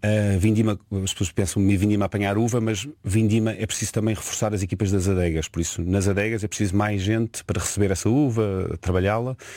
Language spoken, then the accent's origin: Portuguese; Lisbon, Portugal; born there; por isso nasci em Lisboa, mas com essa ideia e muito provavelmente ia parar aos Açores, por isso pensei em Biologia Marinha.